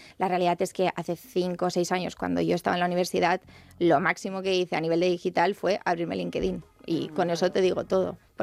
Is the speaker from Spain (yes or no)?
yes; Barcelona, Catalonia, Spain; Soy de Barcelona.